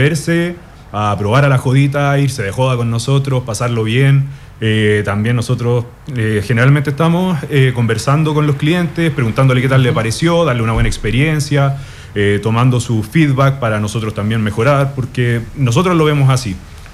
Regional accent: Machalí, O'Higgins, Chile; Somos de Machalí

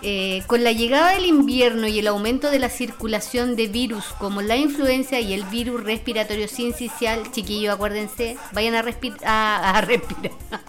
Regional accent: Chile; Y nosotros, como chilenos

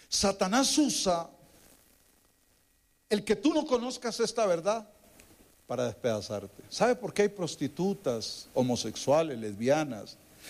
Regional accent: Costa Rica; yo nací en una familia de la más acomodada en Costa Rica.

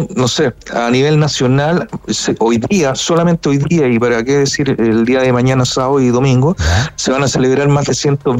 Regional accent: Chile; para nosotros como chilenos.

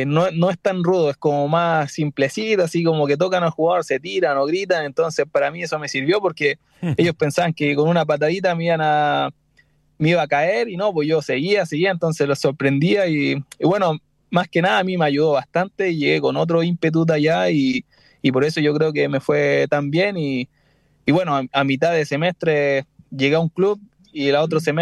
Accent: Chile; born there; quedarme 4 meses en Chile, en el club de acá de mi ciudad, de mi pueblo

